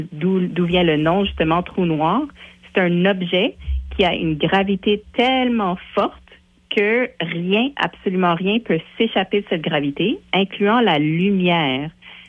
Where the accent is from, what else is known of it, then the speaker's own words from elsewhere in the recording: Montreal, Quebec, Canada; à Montréal, de où je viens, la ville de Montréal